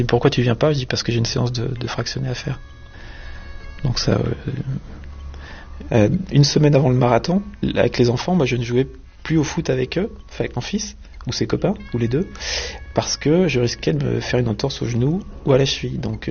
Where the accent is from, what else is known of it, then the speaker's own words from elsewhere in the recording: Bourgogne-Franche-Comté, France; j'ai 49 ans. Je viens de Franche-Comté, entre Vesoul et Épinal. Donc c'est dans les contreforts des Vosges, d'une zone un peu montagneuse. Et mes parents avaient une ferme, avaient une petite ferme, une petite exploitation de montagne avec une douzaine de vaches.